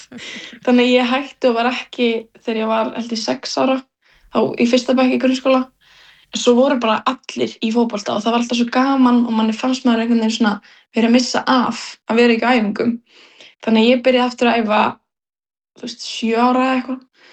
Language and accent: Icelandic; Vopnafjörður, Eastern Region, Iceland; Já, við erum svo að frá Vopnafirði og þá er mjög líklegt að við séum að vinna í Brim